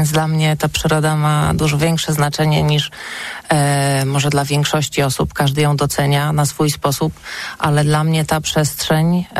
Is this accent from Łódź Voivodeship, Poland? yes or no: no; Pionki, Masovian Voivodeship, Poland; moved away as an adult; also born or lived in Warsaw; now in Tricity, Poland; ja nigdy nie mówiłam, że jestem z Warszawy albo że jestem z Radomia. Jestem z Pionek, bardzo lubię to miasto, jest w środku lasu, bardzo piękne.